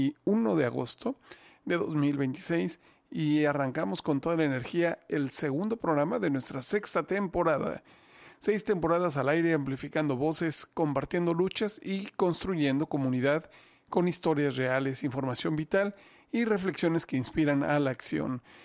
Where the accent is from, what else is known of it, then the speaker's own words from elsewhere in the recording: Mexico; como mexicano de origen